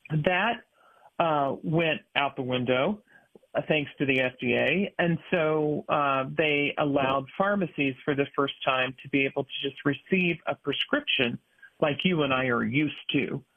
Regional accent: Indiana, United States; where that case is, Texas, my home state of Indiana.

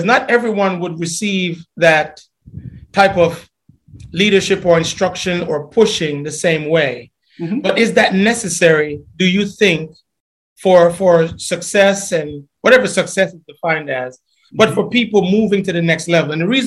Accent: Jamaica; moved away; we grew up in Jamaica

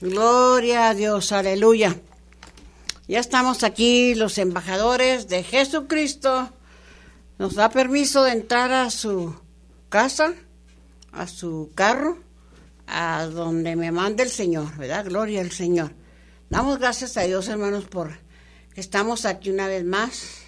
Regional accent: El Paso, Texas, United States; El Paso, Texas, mi ciudad hermosa, donde yo he crecido aquí en este El Paso.

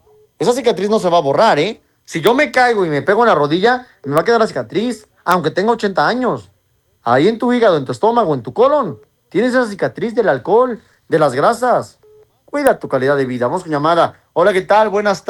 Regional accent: Mexico; Así somos los mexicanos.

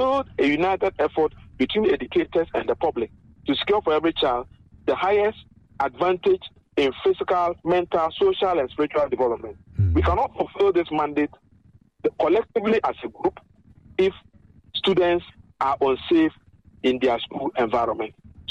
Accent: Ghana; as Ghanaian parents, we unequivocally condemn this act of violence

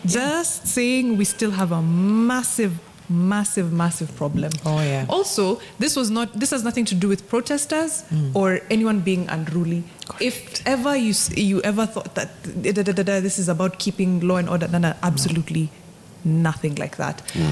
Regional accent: Kenya; being a Kenyan

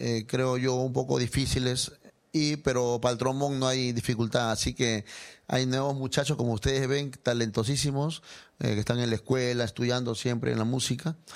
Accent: Lima, Peru; yo soy peruano, ¿no? Soy de Lima, ¿ya? Me crié en Surquillo, ya en la cuadra 11 de Angamos.

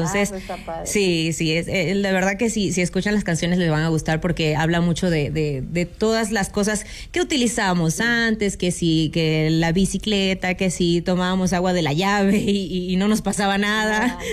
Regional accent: Venezuela; Yo, por ejemplo, soy venezolana

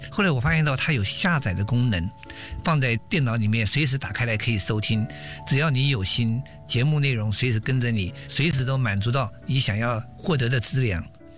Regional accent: Burnaby, British Columbia, Canada; 我来自加拿大本来比区。

